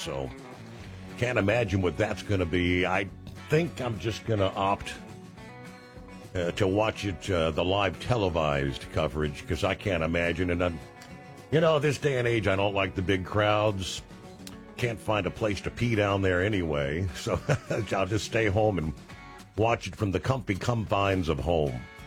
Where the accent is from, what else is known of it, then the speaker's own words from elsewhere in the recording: Cincinnati, Ohio, United States; my hometown, Cincinnati, Ohio.